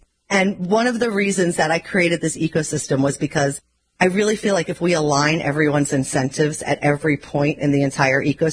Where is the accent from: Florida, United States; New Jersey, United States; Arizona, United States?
New Jersey, United States; Moorestown; also born or lived in Boston; Interestingly enough, I was born in Boston, but when I was four, we moved to right outside of Philadelphia, a town called Moorestown. It's by Cherry Hill.